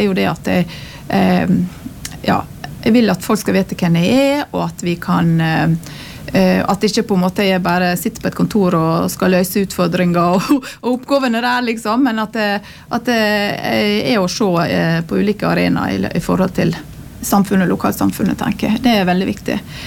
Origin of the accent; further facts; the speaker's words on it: Ørsta, Møre og Romsdal, Norway; also born or lived in Rauma; now in Fosnavåg, Norway; Jeg er fra Ørsta.